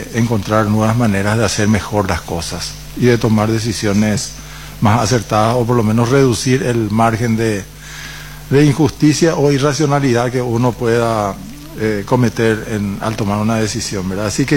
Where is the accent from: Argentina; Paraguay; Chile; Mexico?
Paraguay; yo aprecio mucho como paraguayo eso